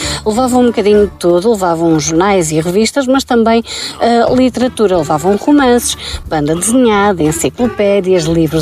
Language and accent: Portuguese; Portugal; No meu caso, no caso da minha terra, era uma carrinha da Gulbenkian, assim, alaranjada.